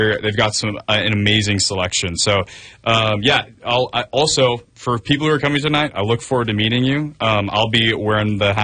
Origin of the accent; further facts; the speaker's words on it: Loomis, California, United States; It's called Loomis, California. It's next to Auburn, California.